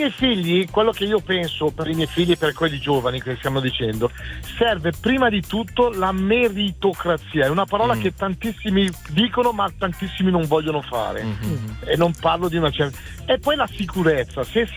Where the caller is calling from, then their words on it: Lombardy, Italy; io chiamo in questo momento dalla Brennero, ma sono della Valle Camonica.